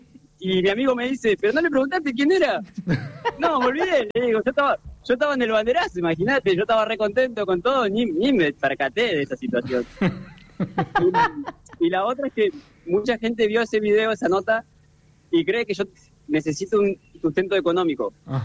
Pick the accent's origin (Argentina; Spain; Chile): Argentina; Trelew, Chubut; born there; also born or lived in Cushamen area, Chubut; now in Chubut, Argentina; yo nací en Trelew y me mudé a Cuyen.